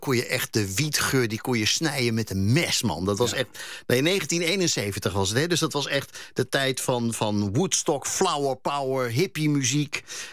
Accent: Hengelo, Overijssel, Netherlands; moved away; Ik ben opgegroeid in Hengelo

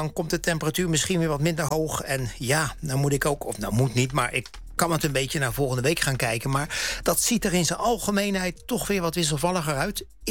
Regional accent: Netherlands; Bijvoorbeeld bij de eilanden waar wij ook vaak komen als Nederlanders.

